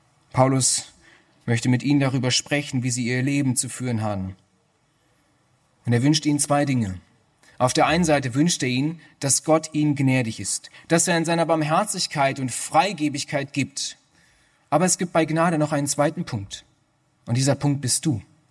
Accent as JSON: {"language": "German", "country": "Germany", "tie": "born or raised there", "said": "Ich bin dankbar, dass ich in Deutschland aufgewachsen bin. bin dankbar, dass die Bildung in diesem Land mir alles ermöglicht hat."}